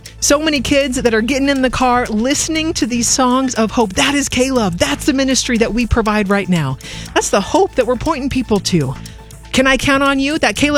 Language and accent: English; Portland, United States; Maybe you're listening right now from the Portland area. That's my hometown area.